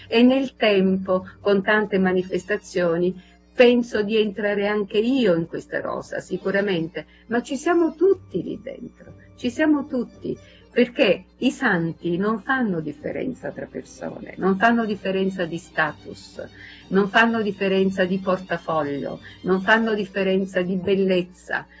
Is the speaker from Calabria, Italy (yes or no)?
yes; Cosenza, Calabria, Italy; Io amo molto il dialetto, sono una cosentina, metà romana perché mia mamma era romana, una cosentina che ama molto il dialetto di Bibbo, il dialetto anche di Catanzaro.